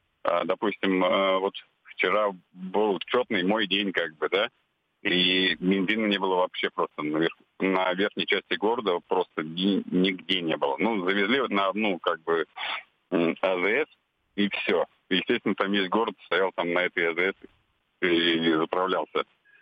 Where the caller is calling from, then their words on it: Nizhny Novgorod, Nizhny Novgorod Oblast, Russia; я из Нижнего Новгорода вам звоню.